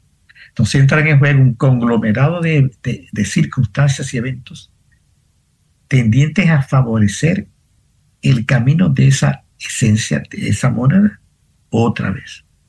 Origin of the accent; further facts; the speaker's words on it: Colombia; born there; Estaba caído cuando nací en Colombia.